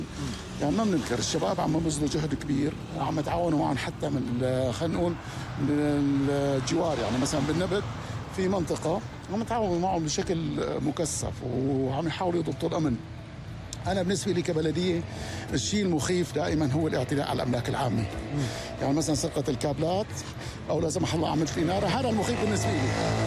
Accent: Deir Atiyah, Rif Dimashq, Syria; يميز بلدتنا لحنا أو مدينتنا، هو الحالة المجتمعية

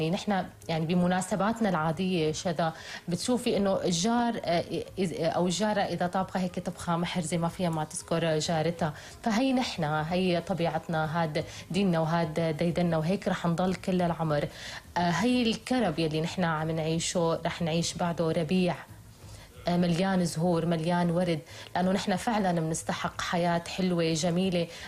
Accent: Syria; نحن كسوريين

